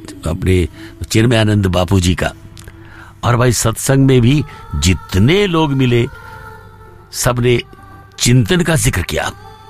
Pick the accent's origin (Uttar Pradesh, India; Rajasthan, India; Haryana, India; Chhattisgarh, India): Haryana, India; Rohtak; और भाई आज ही के दिन मेरे शहर रोहतक में जन्मे थे एक एक्टर